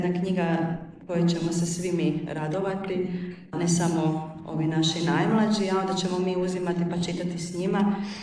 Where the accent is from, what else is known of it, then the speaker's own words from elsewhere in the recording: Petrinja, Sisak-Moslavina County, Croatia; sad kad smo se vratili na Petrinju, meni je baš jako bitan moj rodni kraj